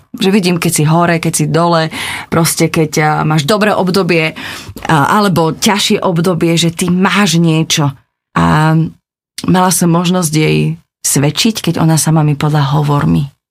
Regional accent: eastern Slovakia, Slovakia; Prebač, mimo. Ja som tiež z východu.

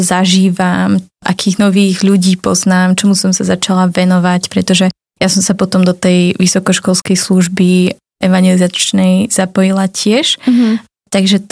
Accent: Bratislava, Bratislava Region, Slovakia; Som pôvodom z Bratislavy a...

